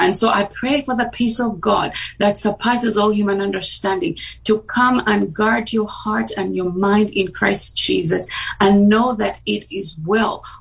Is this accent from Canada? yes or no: no; Uganda; moved away as an adult; also born or lived in England; now in United States; Well, I went to law school back in my home country in Uganda. And when I got married, I moved to England, and eventually, as you pointed out, I moved to the US and moved to Alabama.